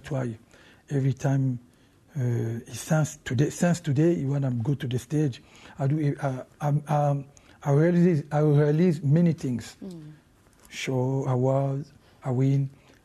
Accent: Kinshasa, DR Congo; English is a second language; I never speak Swahili when I grew up in Kinshasa, so just Lingala, a little bit French.

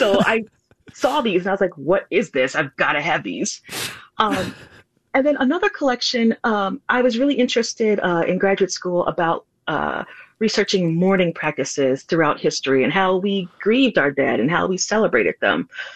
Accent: Milwaukee, Wisconsin, United States; I grew up here in Milwaukee, Wisconsin.

